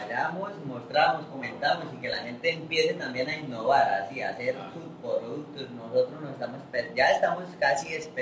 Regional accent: San Vicente de Chucurí, Santander, Colombia; Vengo de Santander, 100% santandereano.

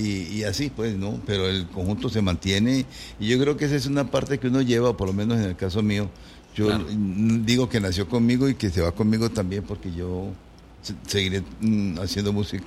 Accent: Villavicencio, Meta, Colombia; moved away as an adult; also born or lived in Bogotá; viajé de retorno a Villavicencio, que es mi ciudad natal

